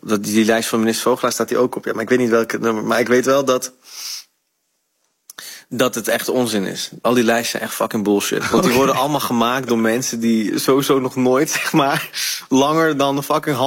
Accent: Roosendaal, North Brabant, Netherlands; Ik kom uit Roosendaal. Dat is een grensstadje in Noord-Brabant. Je hebt twee Roosendaals. Eentje is de rijkste gemeente van Nederland.

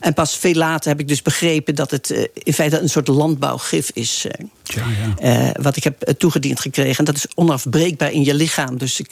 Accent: Arnhem, Gelderland, Netherlands; born there; moved away as an adult; also born or lived in Amsterdam; ik in 68 vanuit Arnhem, mijn geboortestad, naar Amsterdam ging.

